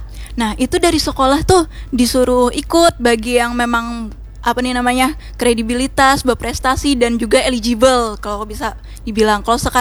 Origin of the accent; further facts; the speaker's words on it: Sampit, Central Kalimantan, Indonesia; moved away as an adult; aku lahir pun di sana, dibesarkan di sana, bahkan dari sekolah, dari SD, SMP sampai SMA pun aku disampit di Kalimantan Tengah.